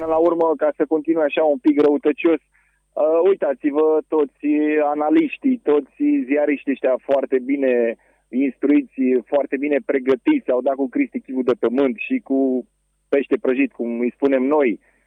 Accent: Romania; așa suntem noi, ipocriți, ca români, tot timpul.

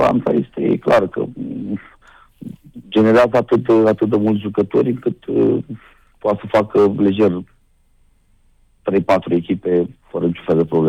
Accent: Romania; ca români

